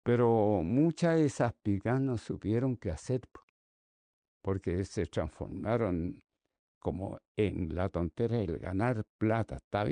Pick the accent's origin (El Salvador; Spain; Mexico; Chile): Chile; now in Santiago, Chile; nosotros somos urbanos, que somos de Santiago, aunque venimos, yo por lo menos vengo de provincia o de región ahora.